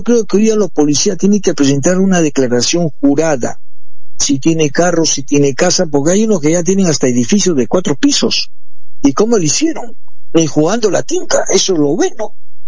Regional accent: Peru; Nosotros no, nosotros somos nación peruana. Peruana, no aymara.

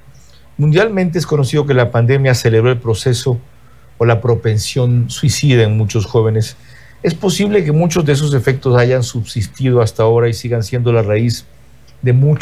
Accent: Bahía de Caráquez, Manabí, Ecuador; moved away; en mi tierra, Bahía de Caracas

